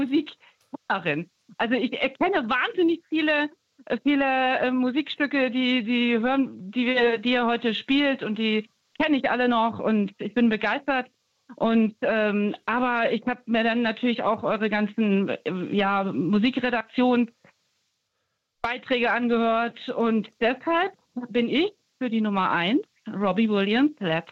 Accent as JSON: {"language": "German", "town": "Stuttgart", "region": "Baden-Württemberg", "country": "Germany", "tie": "born or raised there", "said": "Ich komme tatsächlich, ich bin aufgewachsen in Stuttgart."}